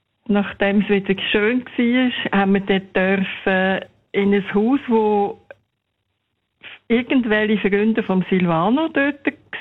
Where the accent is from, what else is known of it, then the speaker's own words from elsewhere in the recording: Zofingen, Aargau, Switzerland; also von Zofingen her, wo ich aufgewachsen bin.